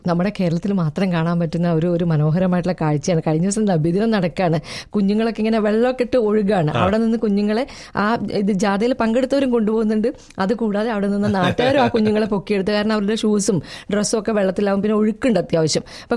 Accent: Kerala, India; ഞങ്ങൾ മലബാറുകാർക്ക് ഇന്നത്തെ ദിവസം ഓണം വിഷു വന്നു കഴിഞ്ഞാലും

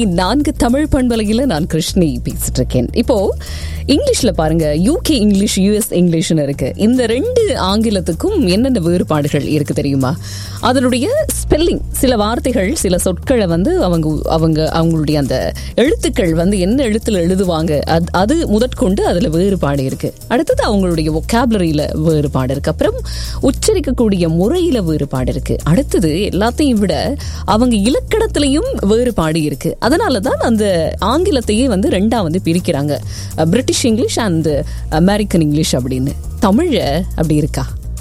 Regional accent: Sri Lanka; இலங்கையில நான் பிறந்து வளர்ந்ததுனால, இலங்கையிலேயே ஊடகத்துக்குள்ள நான் வேலைக்கு போனதுனால

